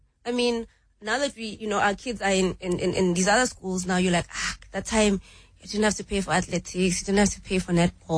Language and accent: English; Alexandra, Gauteng, South Africa; I think in our time, it was actually great growing up in Alex because sense of community.